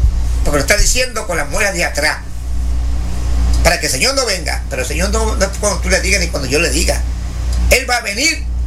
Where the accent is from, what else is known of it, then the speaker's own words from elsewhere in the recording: Puerto Rico; que soy puertorriqueño.